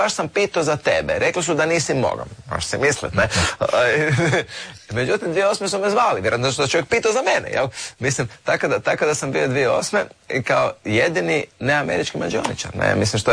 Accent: Croatia; nisu baš bili samo američki, ja sam iz Hrvatske.

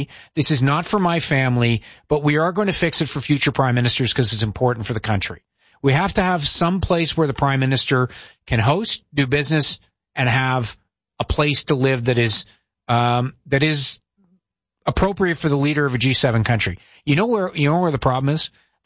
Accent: Ottawa, Ontario, Canada; Right here in my hometown right now is, of course, Ottawa, has been since 2006.

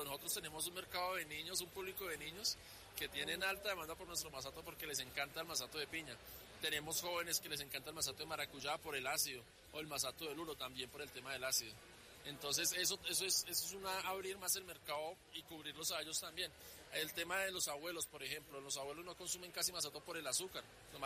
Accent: Bogotá, Bogotá, D.C., Colombia; born there; soy Rolo por parte de mi mamá, pero yo soy nacido aquí en Bogotá, amo Bogotá

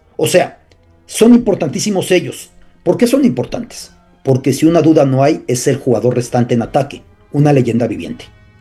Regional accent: Mexico City, Mexico; con todo y que soy de la Ciudad de México

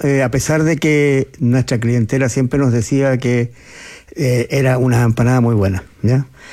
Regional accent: San Miguel, Santiago Metropolitan, Chile; De San Miguel, sí. Nosotros somos de San Miguel, digamos. Y de Calera de Tango.

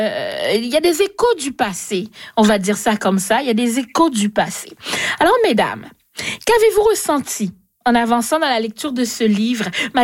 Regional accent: Haiti; parce que moi, même si je viens d'Haïti, je le connais, l'auteur

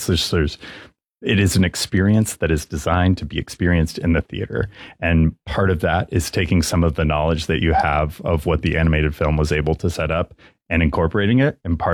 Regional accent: Texas, United States; now in New York City, United States; I'm from Texas originally.

